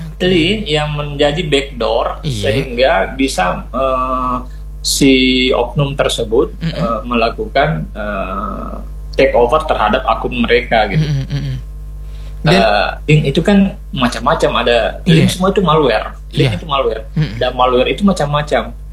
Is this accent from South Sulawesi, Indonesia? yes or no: yes; South Sulawesi, Indonesia; jangan sampai rasa solidaritas dan kekeluargaan kita sebagai orang Sulsel ya